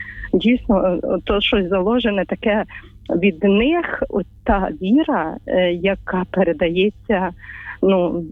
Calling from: Ternopil, Ternopil Oblast, Ukraine; Слава навіки, я з Тернополя

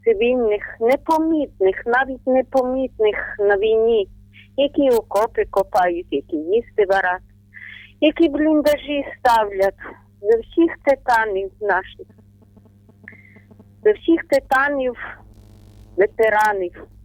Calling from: Ternopil Oblast, Ukraine; Доброго вечора, ми з України, Тернопільщина

